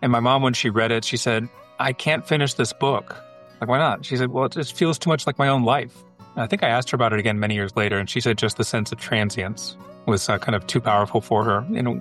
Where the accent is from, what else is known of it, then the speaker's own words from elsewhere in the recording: Columbus, Ohio, United States; So I was born in Columbus, Ohio. My dad was a professor at Ohio State University. My mom was a professor at Capital University.